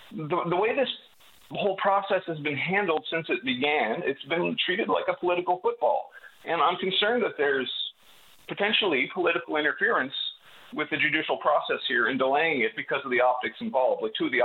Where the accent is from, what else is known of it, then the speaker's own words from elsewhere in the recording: Goose Bay, Newfoundland and Labrador, Canada; I'm from Goose Bay, Labrador.